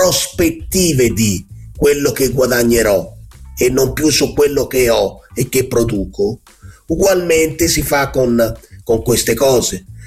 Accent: Florence, Tuscany, Italy; come fiorentino

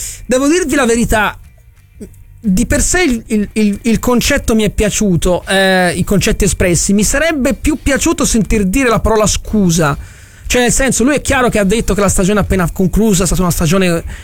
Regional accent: Florence, Tuscany, Italy

